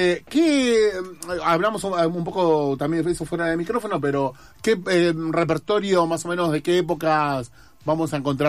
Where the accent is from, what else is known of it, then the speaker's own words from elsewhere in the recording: Uruguay; en Uruguay, que somos así, soy de Uruguay.